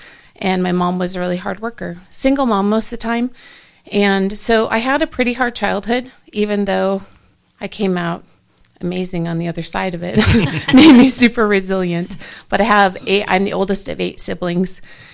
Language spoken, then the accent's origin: English; South Dakota, United States; moved away; I was born and raised in South Dakota.